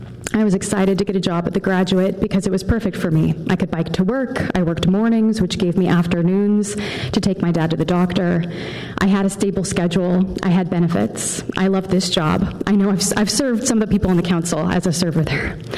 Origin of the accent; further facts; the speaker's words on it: Palo Alto, California, United States; I grew up in Palo Alto. I went to preschool at Downtown Children's Center near the graduate.